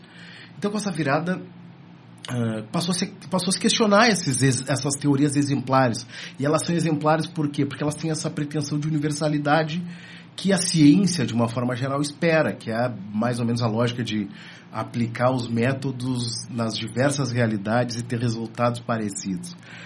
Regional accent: Rio Grande do Sul, Brazil; moved away; lá de onde eu venho, que são os museus comunitários, museus de comunidade, de comunidades rurais. No Rio Grande do Sul a gente tem muitas comunidades rurais

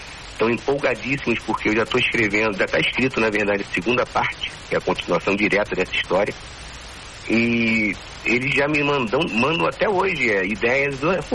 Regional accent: Rio de Janeiro, Brazil; Fui criado aqui no subúrbio, na Zona Norte. Não fui criado no cartão postal

